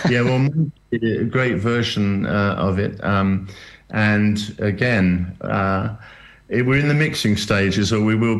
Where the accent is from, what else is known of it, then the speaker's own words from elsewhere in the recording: England, United Kingdom; I'm an Englishman